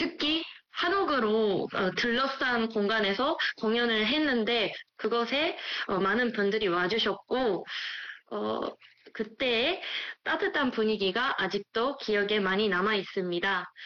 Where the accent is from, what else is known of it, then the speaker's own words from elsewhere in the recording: Japan; Korean is a second language; moved away as an adult; also born or lived in Gongju, South Korea; 제가 유학한 당시에는 대학원에서는 제가 유일한 일본인 학생이었거든요.